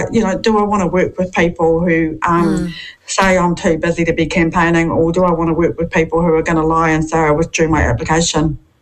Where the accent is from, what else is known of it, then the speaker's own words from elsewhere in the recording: New Zealand; I'm just a Kiwi girl